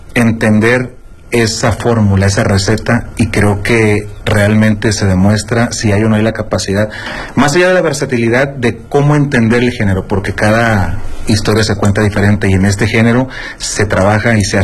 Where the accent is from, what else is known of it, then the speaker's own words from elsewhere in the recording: Mazatlán, Sinaloa, Mexico; Es correcto … Pueden encontrarme en todas las plataformas. Yo soy de Mazatlán, Sinaloa, orgullosamente mexicano.